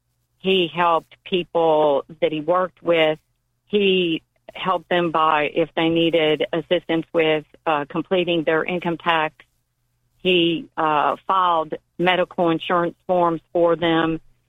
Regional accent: Sealy, Texas, United States; I'm actually from Seeley, mm-hmm. Texas, which is about 20 miles east of Columbus.

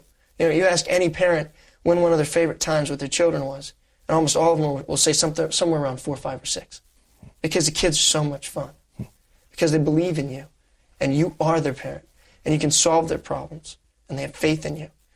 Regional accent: Columbus, Ohio, United States; I'm born and raised in Columbus, Ohio.

